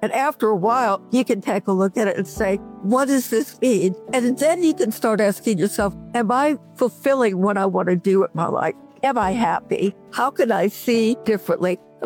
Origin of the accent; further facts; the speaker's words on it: New Orleans, Louisiana, United States; Growing up in New Orleans, pure and simple, it's full of mythology and symbolism and superstition.